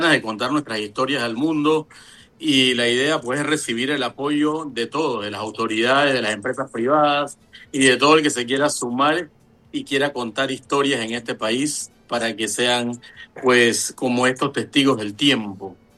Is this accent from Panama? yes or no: yes; Panama; como somos los panameños